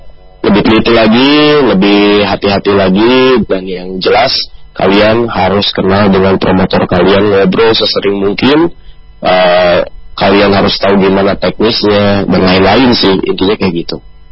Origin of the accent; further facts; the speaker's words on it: Indonesia; Jadi jangan merasa kecil hanya karena kita berasal dari Indonesia.